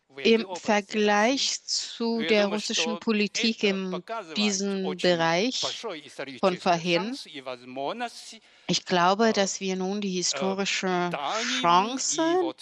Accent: Shanghai, China; German is a second language; Ich komme aus Shanghai, aus China.

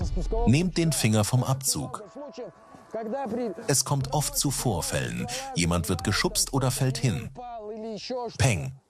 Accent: Abkhazia, Georgia; moved away as an adult; Ich bin in Abchasien geboren und aufgewachsen, habe dort die Schule abgeschlossen und studiert.

